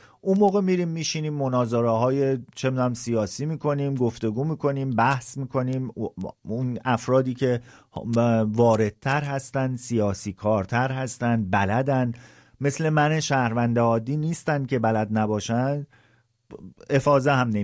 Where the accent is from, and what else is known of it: Iran; now in Gothenburg, Sweden